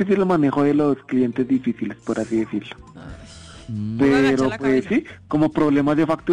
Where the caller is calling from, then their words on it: Bogotá, Bogotá Capital District, Colombia; Desde Bogotá, desde la localidad de Engativá, barrio Gran Granada.